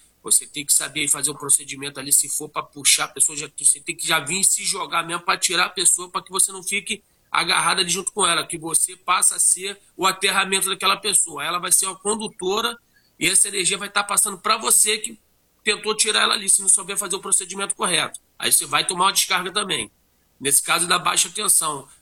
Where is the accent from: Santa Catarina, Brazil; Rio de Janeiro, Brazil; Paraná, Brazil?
Rio de Janeiro, Brazil; como bom brasileiro, carioca